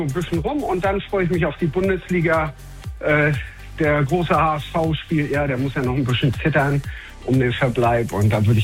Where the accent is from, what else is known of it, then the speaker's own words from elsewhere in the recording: Hamburg, Germany; now in Krefeld, Germany; Ich bin in Hamburg aufgewachsen